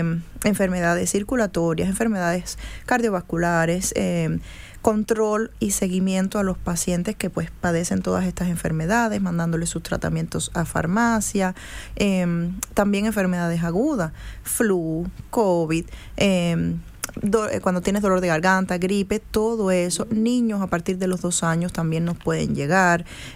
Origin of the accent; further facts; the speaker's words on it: Cuba; now in Houston, United States; somos familiares, tenemos relaciones excelentes como familia ya desde Cuba. Y ella, yo vivo en Houston, Texas